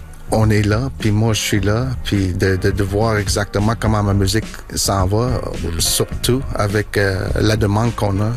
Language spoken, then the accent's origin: French; Quebec, Canada; now in Montreal, Canada; J'ai grandi dans le Grand Nord. Ça fait 13 ans à peu près que je démarre à Montréal, au sud du Québec.